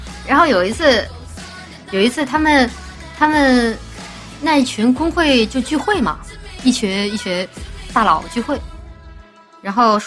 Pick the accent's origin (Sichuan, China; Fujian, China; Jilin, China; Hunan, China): Hunan, China; 我也是湖南人呐、啊。我妈妈是湖南的，我爸爸是重庆的，我是混血。强强联手，特别能吃辣